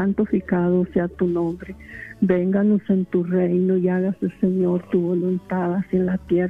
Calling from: Denver, Colorado, United States; En Denver.

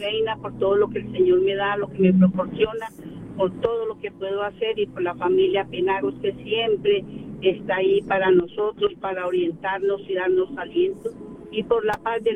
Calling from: Riverside, California, United States; Te llamo de Riverside.

